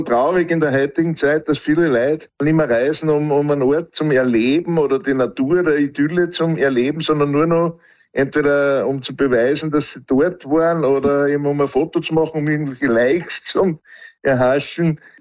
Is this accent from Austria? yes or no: yes; Upper Austria, Austria; bei uns in Oberösterreich, in Hallstatt, das ist sehr bekannt